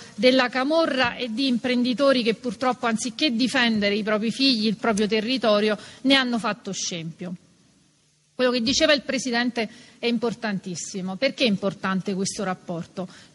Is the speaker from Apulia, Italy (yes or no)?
no; Giugliano in Campania, Campania, Italy; Io sono di Giugliano, una grande città non capoluogo, 130.000 abitanti